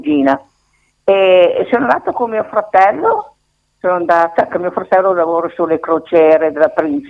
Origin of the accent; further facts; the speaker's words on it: Robecco d'Oglio, Lombardy, Italy; born there; also born or lived in Brescia; now in Piacenza, Italy; Io sono nata a Robeco d'Odo, però i miei genitori sono del Bralboino.